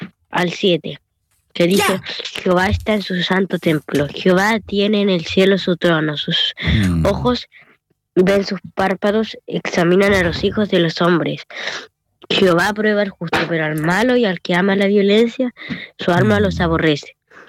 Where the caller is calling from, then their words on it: Osorno, Los Lagos, Chile; Soy el líder de Osorno.